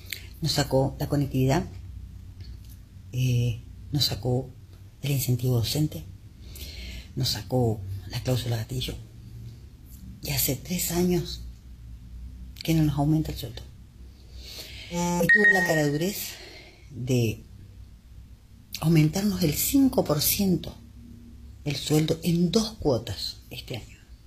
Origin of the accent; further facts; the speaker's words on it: Chaco, Argentina; Soy de Chaco, soy una docente jubilada.